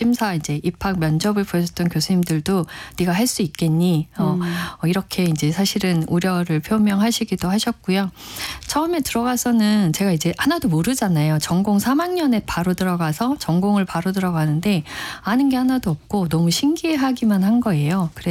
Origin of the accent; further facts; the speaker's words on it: Seoul, South Korea; 제가 이제 집이 이제 본가가 서울인데요.